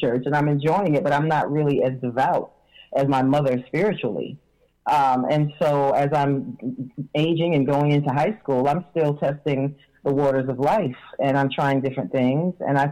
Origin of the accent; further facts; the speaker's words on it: New York, United States; it makes me cry today when you ask me how it felt growing up in New York.